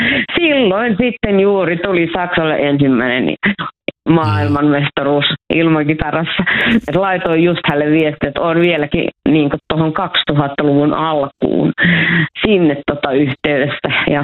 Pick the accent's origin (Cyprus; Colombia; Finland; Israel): Finland; Oulu, North Ostrobothnia; nyt on koulussa kotikaupungissani ilmakitaran 30-vuotiaat ja on aikoinaan toiminut siellä tuota, tällaisena kansainvälisenä ilmakitara-emäntänä jopa ihan tota, tämmöiseen dokumenttiin asti ja silloinkin käytiin karaokeessa, eli Oulun klassisessa karaokevaarissa